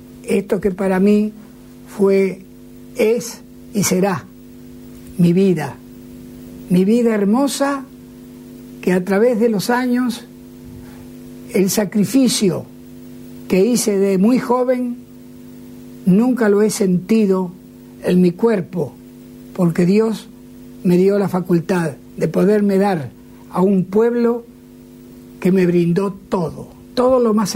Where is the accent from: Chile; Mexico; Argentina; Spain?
Argentina; a través de él pude conocer otros países tan, tan hermosos como este, pero no tan querido para mí como mi Argentina